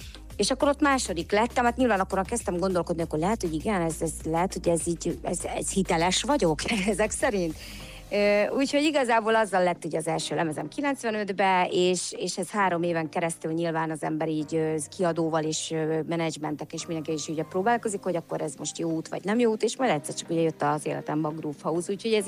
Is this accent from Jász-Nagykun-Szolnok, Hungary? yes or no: yes; Szolnok, Jász-Nagykun-Szolnok, Hungary; én szolnoki vagyok